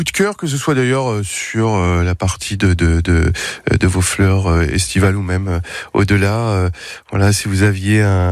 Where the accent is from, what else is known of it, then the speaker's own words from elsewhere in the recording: Normandy, France; Moi, je suis normand.